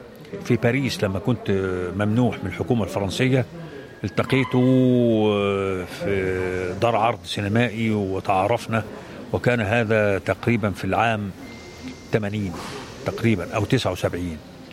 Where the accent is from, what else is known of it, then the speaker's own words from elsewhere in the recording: Cairo Governorate, Egypt; عندنا في القاهرة